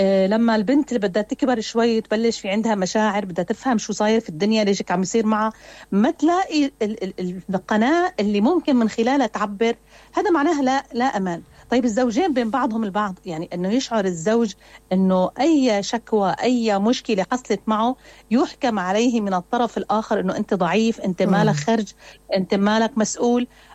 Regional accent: Syria; نحن مجتمع سوري

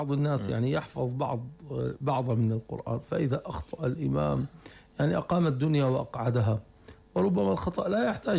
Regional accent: Rif Dimashq, Syria; نحن بفضل الله عز وجل عندنا في الغوطة،

